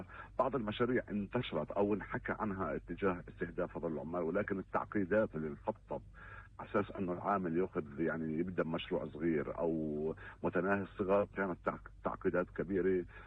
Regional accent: Palestine; يعني احنا كفلسطينيين كمان

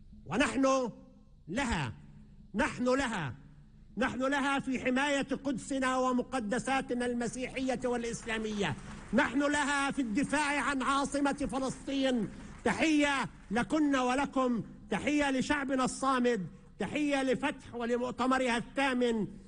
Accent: Israel; إن مسؤوليتنا كفلسطيني الداخل تجاه القدس والمقدسات تزيد عن مسؤولية بقية أبناء شعبنا

